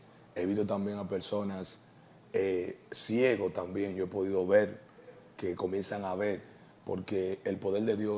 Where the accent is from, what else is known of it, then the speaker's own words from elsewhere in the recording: Sabana Perdida, Santo Domingo, Dominican Republic; now in San Isidro, Dominican Republic; yo me crié en Sabana Perdida, aunque vivo ahora en San Isidro